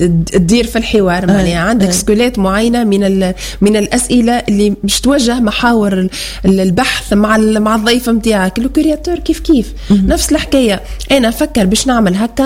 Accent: Tunisia

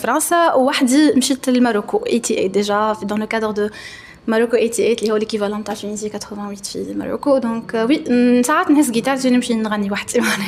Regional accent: Tunisia; انا اليوم تونسية الوحيدة في البروغراماسيون

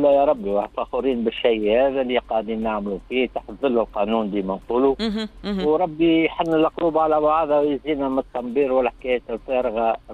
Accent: Tunisia; now in Marseille, France

